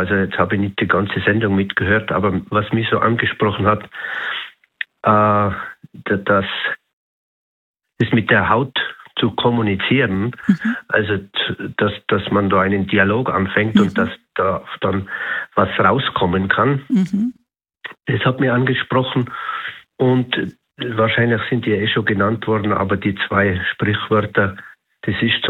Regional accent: Tyrol, Austria; Grüß Gott, ja, ich bin aus Tirol hier

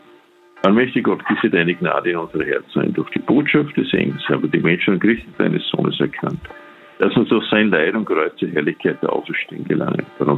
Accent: Salzburg, Austria; born there; Heute ist ein wunderbarer Feiertag für mich als Salzburger, gebürtiger.

